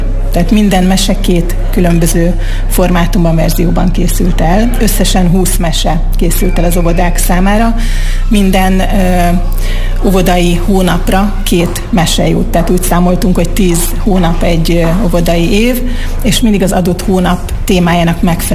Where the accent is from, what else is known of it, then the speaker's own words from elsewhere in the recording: Miskolc, Borsod-Abaúj-Zemplén, Hungary; also born or lived in Norway; Még Norvégiából is nagy örömmel követtem, figyelemmel, hogy mi zajlik a szülővárosomban, illetve még a gimnáziumot is itt jártam. Úgyhogy nagyon kedves számomra Miskolc